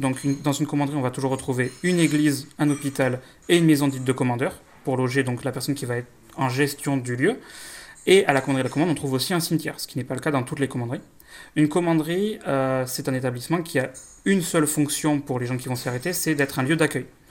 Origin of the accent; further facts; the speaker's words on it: Dax, Nouvelle-Aquitaine, France; now in Pau, France; Alors moi à l'origine je suis des Landes, je suis né à Dax. En revanche, ça fait maintenant 6 ans que je vis à Pau.